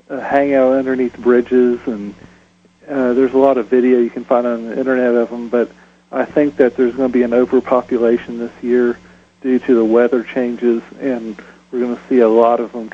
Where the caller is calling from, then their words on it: Nashville, Tennessee, United States; I'm calling from Nashville, listening on 1510 WLAC.